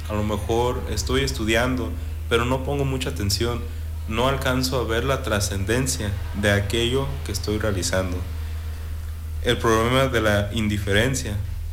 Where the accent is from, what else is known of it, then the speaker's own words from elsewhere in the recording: Mexico; una tradición que nosotros como pueblo mexicano hemos asumido a lo largo de varios siglos